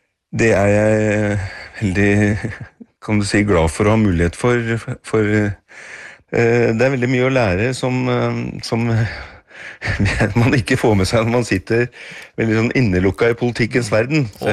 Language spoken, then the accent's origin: Norwegian; Oslo, Norway; Det går jo en lang linje her fra da jeg ble født og vokste opp i Groruddalen i nye blokker der.